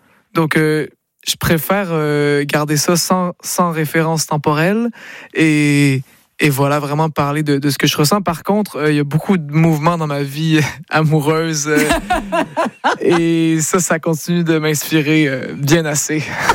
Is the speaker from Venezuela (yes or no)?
no; Quebec, Canada; Je suis un vrai Québécois. Moi, j'aime les gens du Québec et j'adore l'Europe.